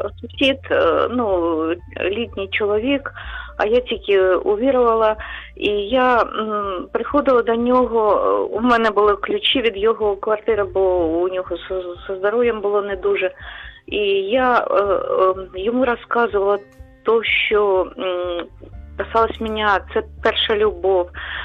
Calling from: Kharkiv, Kharkiv Oblast, Ukraine; я з Харкова.

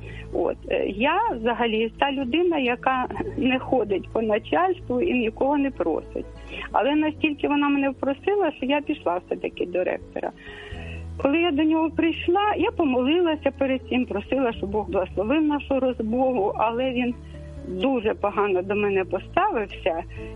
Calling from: Kyiv, Ukraine; я з Києва дзвоню.

